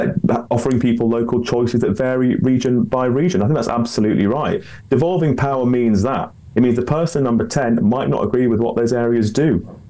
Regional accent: Newcastle, North East England, United Kingdom; I'm from Newcastle, Darren, as you know. I'm very proud to be from the North East.

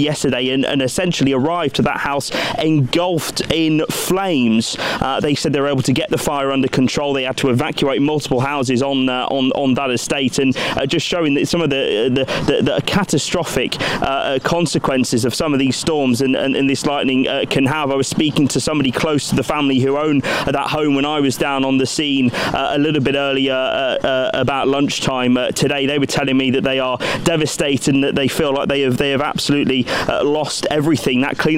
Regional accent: United Kingdom; We're British, Martin. We shut up and we get on with it, don't we?

